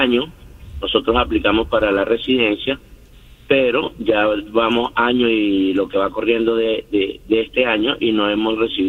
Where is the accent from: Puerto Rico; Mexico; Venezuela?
Venezuela; moved away; tengo muy poco tiempo en este país, soy de Venezuela, ¿verdad? Y nosotros nos trajeron por un programa de reasentamiento familiar